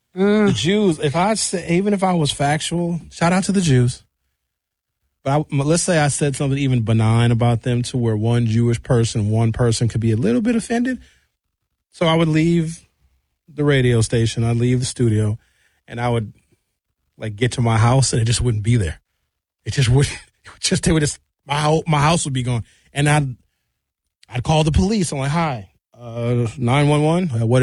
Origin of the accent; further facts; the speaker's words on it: Milwaukee, Wisconsin, United States; I'm not African. I'm American. I'm from Milwaukee.